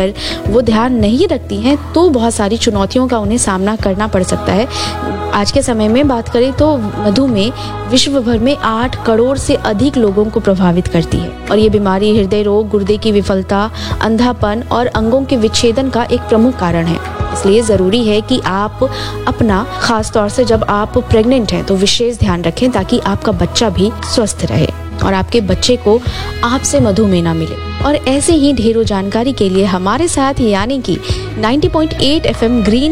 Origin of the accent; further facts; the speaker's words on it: Bhagalpur, Bihar, India; दोस्तों हम भागलपुर से हैं और भागलपुर की बात करें तो यहाँ बहुत सारे ऐसे बिल्डिंग्स हैं